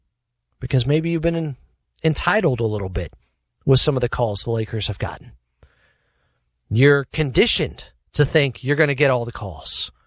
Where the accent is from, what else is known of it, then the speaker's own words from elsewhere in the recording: Sacramento, California, United States; Number one, as I mentioned, I'm from Sactown.